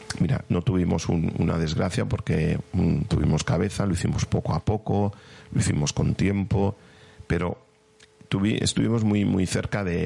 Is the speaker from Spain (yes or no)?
yes; Valencian Community, Spain; como somos valencianos, a nosotros el calor no nos afecta.